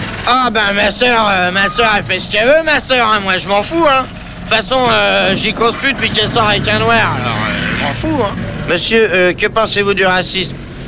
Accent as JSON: {"language": "French", "country": "France", "said": "Je suis mal placé, oui."}